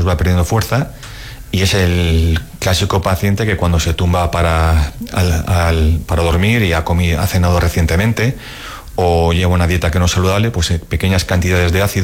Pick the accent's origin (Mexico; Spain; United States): Spain; Alicante, Valencian Community; moved away; Yo soy de Alicante, trabajo allí muchos años